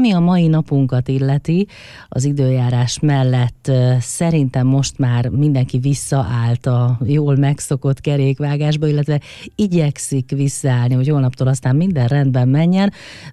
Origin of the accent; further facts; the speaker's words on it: Hungary; akivel annak idején együtt nőttünk fel, és együtt bandáztunk a Kurcsatov utcában.